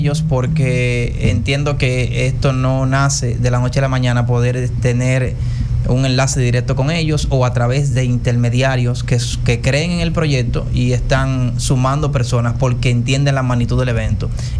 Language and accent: Spanish; Dominican Republic